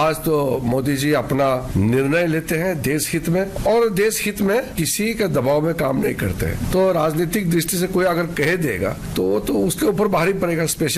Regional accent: Arunachal Pradesh, India; जैसे मैं अरुणाचल प्रदेश से आता हूँ, अरुणाचल के लोग दिल्ली जाने के लिए भी सोचना पड़ता था

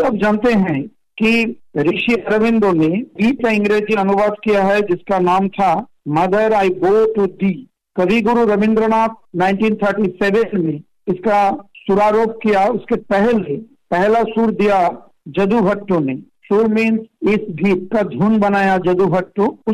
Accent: Murshidabad district, West Bengal, India; ये मेरे लिए गर्व की बात है कि मैं मुर्शिदाबाद जिला से बिलोंग करता हूँ।

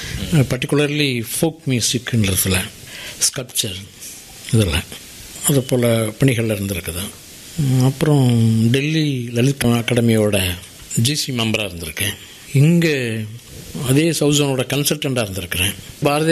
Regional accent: Tamil Nadu, India; born there; moved away; also born or lived in Puducherry; மின்சாரம், நல்ல நீர், வேறு மாதிரியான அடிப்படை வசதிகள்னு எதுவுமே இல்லாத ஒரு கிராமத்திலிருந்து தான் நான் வந்தாடுறேன். புளியம்பட்டுங்கிற ஒரு கிராமம், பக்கத்தில் ஆதனூர்

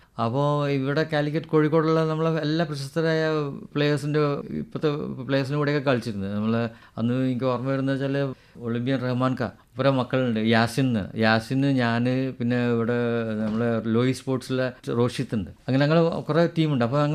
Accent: Kerala, India; ഞങ്ങൾ ശരിക്കും മലബാറി പ്രോപ്പർ മലബാറി തന്നെയാണ് ബോൺ ആൻഡ് ബ്രോട്ട് അപ്പ്.

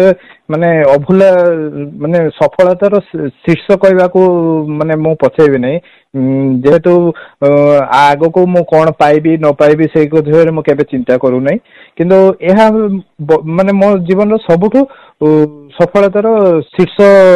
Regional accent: Odisha, India; 6 ଜଣରୁ ମୁଁ ଓଡ଼ିଶାରୁ ଥିଲି

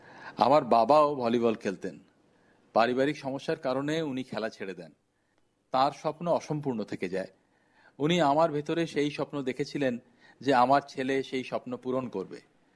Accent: India

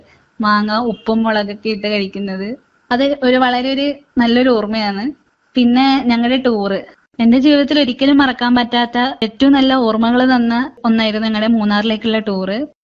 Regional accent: Payyanur, Kerala, India; എന്റെ നാട് കണ്ണൂരിലെ പയ്യന്നൂരാണ്.

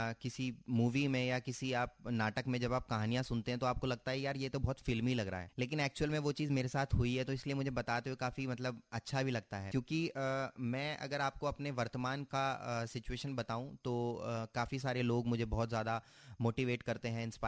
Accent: Meerut, Uttar Pradesh, India; born there; moved away as an adult; now in Lucknow, India; मेरी जो एजुकेशन है वो मेरी मेरठ से हुई है।

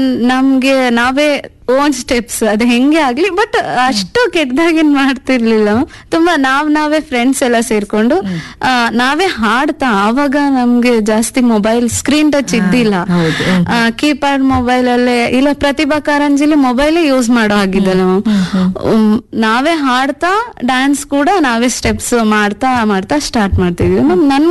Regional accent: Karnataka, India; ನಮ್ದು ಕುಣೆ ಮಾದಿ ಹಳ್ಳಿ ಅಂತ, ಕೊಟ್ಟೂರ್ ಹತ್ರ, ಹರಪನಹಳ್ಳಿ ತಾಲೂಕು, ವಿಜಯನಗರ ಡಿಸ್ಟ್ರಿಕ್ಟ್ ನಮ್ದು. ಅಲ್ಲಿ ನಮ್ದೊಂದು ಚಿಕ್ಕ ಗ್ರಾಮ, ಆದ್ರೂ ನಮ್ ಬಾಲ್ಯದ ದಿನಗಳು ತುಂಬಾ ಚೆನ್ನಾಗಿತ್ತು.

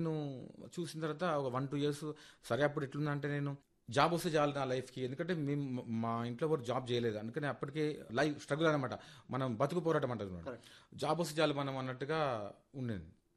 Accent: Hyderabad, Telangana, India; Sir నేను పుట్టింది సైదాబాద్లో sir.

